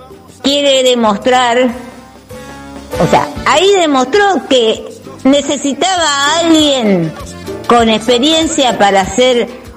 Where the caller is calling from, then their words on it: Santo Tomé, Santa Fe, Argentina; de Santo Tomé.